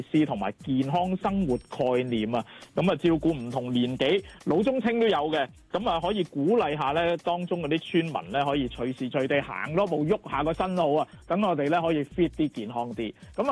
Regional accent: Hong Kong; 跨境婚姻咧係我哋香港人結婚嘅主流嚟喎

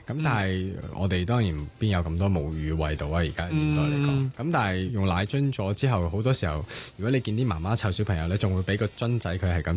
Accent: China; 我哋中國人興夾筷子食嘢噶嘛

